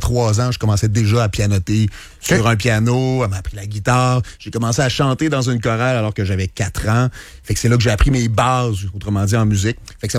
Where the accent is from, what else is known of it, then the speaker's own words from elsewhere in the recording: Rivière-du-Loup, Quebec, Canada; now in Quebec City, Canada; Je suis déménagé parce que moi, je viens du Bas-Saint-Laurent. Je viens de Rivière-du-Loup.